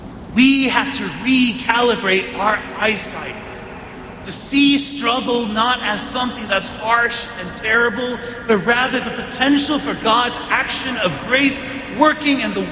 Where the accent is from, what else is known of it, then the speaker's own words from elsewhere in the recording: Texas, United States; I grew up in West Texas. We didn't have amber waves of grain. We had cotton. My grandparents picked cotton when they were little.